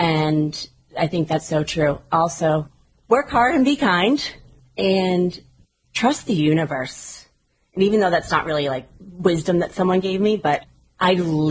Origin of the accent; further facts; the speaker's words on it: Duxbury, Massachusetts, United States; So I grew up in Duxbury, Mass.